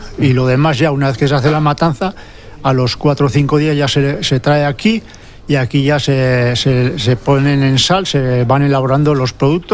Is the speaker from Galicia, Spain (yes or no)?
no; Errazkin/Larraun valley, Navarre, Spain; soy de aquí, soy de un pueblo de Alau, de Charri-Larraun, aunque actualmente vivo en Lecumberri, desde que me casé hace ya 25 años que hago este año, pero bueno, soy de aquí, del mismo valle, y he vivido toda la vida en este valle